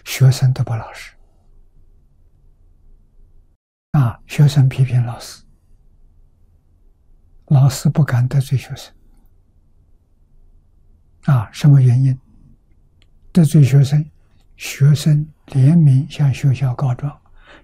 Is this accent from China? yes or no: yes; Anhui, China; born there; moved away; 我在10岁这个十年，从出生到10岁，我们生长在乡下，我们家乡读书人多，桐城派的根据地